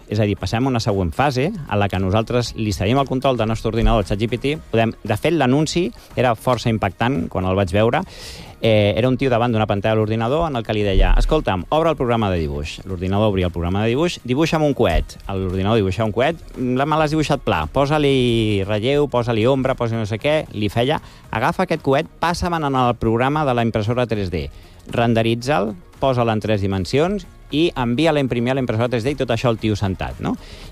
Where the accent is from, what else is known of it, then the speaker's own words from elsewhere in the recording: Barcelona, Catalonia, Spain; Jo soc de Sants, de tota